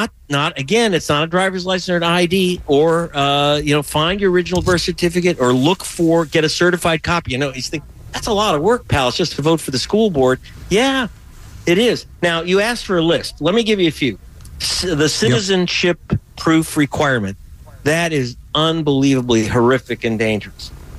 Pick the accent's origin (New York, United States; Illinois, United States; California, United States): California, United States; Pacoima